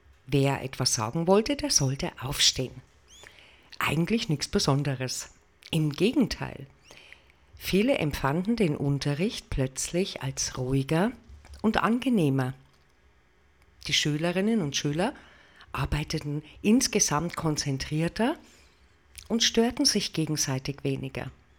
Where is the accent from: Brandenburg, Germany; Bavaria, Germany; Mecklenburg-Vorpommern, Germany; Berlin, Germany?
Bavaria, Germany; Bei uns in der Oberpfalz hat es jetzt aktuell noch 20 Grad